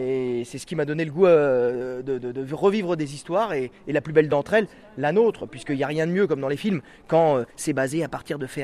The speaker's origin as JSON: {"language": "French", "town": "Sablé-sur-Sarthe", "region": "Pays de la Loire", "country": "France", "tie": "born or raised there", "said": "Mais moi, je me sens pas normand. À Alençon, j'y suis resté 6 mois. Moi, j'ai grandi à Sablé-sur-Sarthe."}